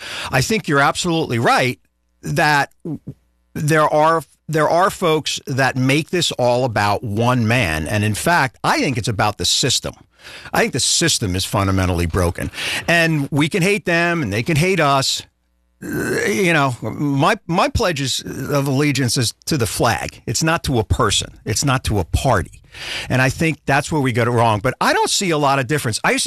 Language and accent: English; New York, United States; I was born and raised in New York, so I'm familiar with Trump.